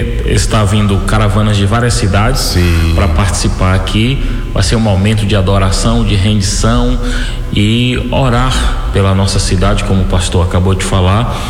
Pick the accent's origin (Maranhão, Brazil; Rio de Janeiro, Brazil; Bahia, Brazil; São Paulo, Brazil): Bahia, Brazil; Jequié; E na cidade que eu amo, né? A minha terra.